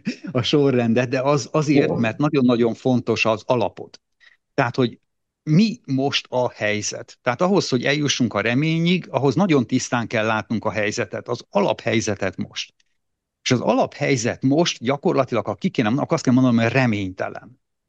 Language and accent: Hungarian; Hungary; mi mint közösség, mi mint magyar nemzet, magyar állampolgárok